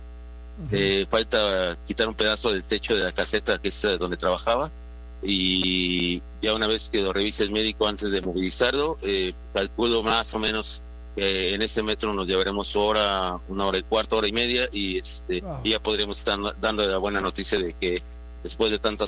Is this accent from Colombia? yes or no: no; Mexico; Nosotros, como mexicanos, han estado apoyando, están presentes.